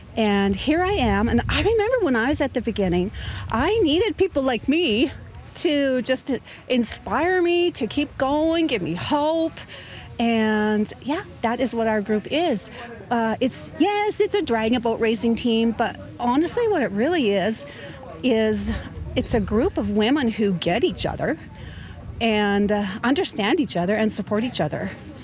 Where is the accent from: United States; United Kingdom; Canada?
Canada; We want to make sure everybody knows we're from Canada.